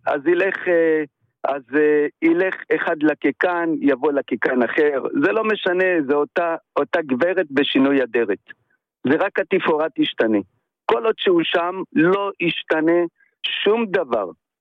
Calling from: Ashkelon, Southern District, Israel; אני מאשקלון.

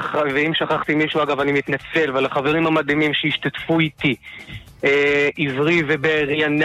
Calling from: Bnei Brak, Tel Aviv District, Israel; אני מבני ברק.

